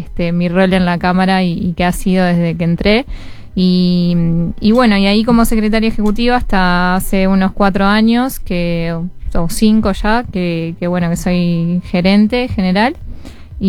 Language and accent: Spanish; Montevideo, Uruguay; moved away as an adult; now in Maldonado, Uruguay; soy de Montevideo y me vine a Maldonado hace 11 años